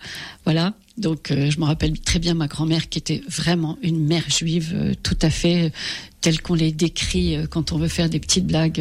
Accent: East, France; born or raised there

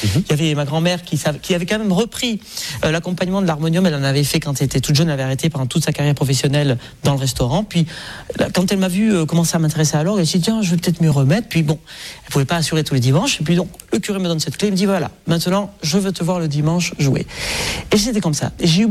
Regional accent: Nouvelle-Aquitaine, France; en grandissant au Pays Basque, donc on a un répertoire de cantiques qui est très différent des cantiques français.

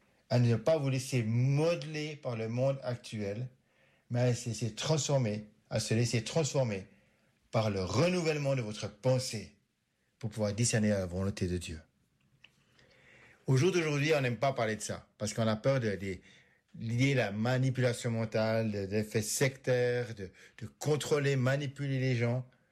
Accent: Switzerland; moved away

